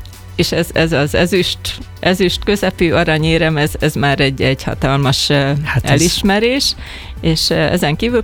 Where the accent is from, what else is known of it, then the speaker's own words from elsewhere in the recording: Hungary; megosztottam velük, hogy magyar vagyok, büszkén, és beszélgettünk a magyar borokról